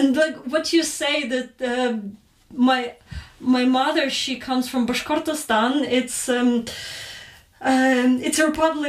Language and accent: English; West, Ukraine; we come from different regions of Ukraine. I'm from the West, where the culture and language was more preserved.